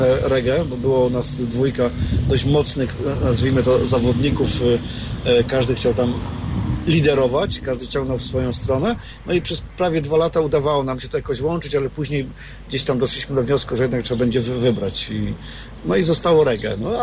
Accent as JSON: {"language": "Polish", "town": "Jarocin", "region": "Greater Poland Voivodeship", "country": "Poland", "said": "bo jesteśmy z Jarocina."}